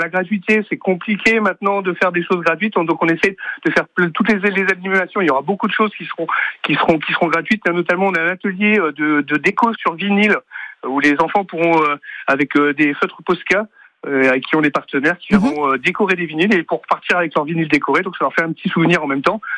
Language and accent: French; Quimper, Brittany, France; On est quimperois, on est breton, et ça fait partie de notre identité.